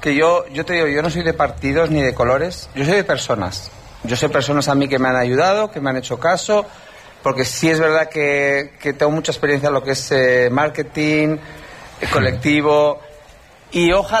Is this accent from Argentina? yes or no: no; Pamplona, Navarre, Spain; Yo soy de Pamplona.